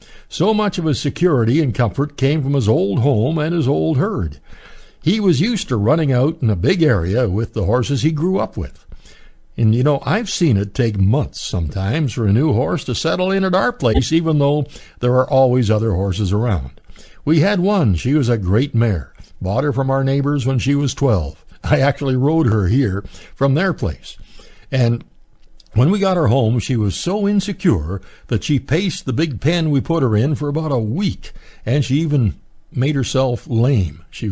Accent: Alberta, Canada; born there; not far from my Uncle Art's farm, where I spent a lot of my growing-up days.

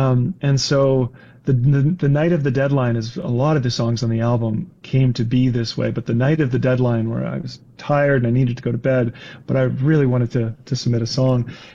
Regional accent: Winnipeg, Manitoba, Canada; moved away; I had spent the pandemic years back home in Winnipeg, living in the West End

